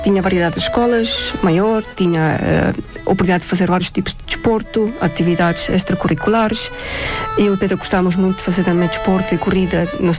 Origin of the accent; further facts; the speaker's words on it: Estonia; Portuguese is a second language; now in Portugal; eu ainda sou da Estónia, não é? Tenho algumas partes de cultura ainda muito fortes em mim